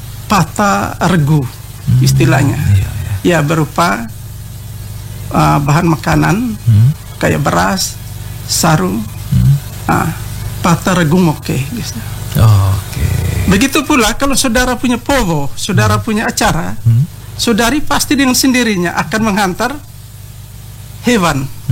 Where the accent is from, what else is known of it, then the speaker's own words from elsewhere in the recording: Wolotopo, East Nusa Tenggara, Indonesia; Macam kami di Wolotopo, misalnya saya suku Atarobo dengan Sausue dengan Sawatalaki.